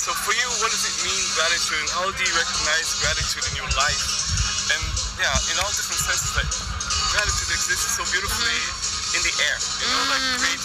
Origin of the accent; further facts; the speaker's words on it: Brazil; I grew up really poor in Brazil.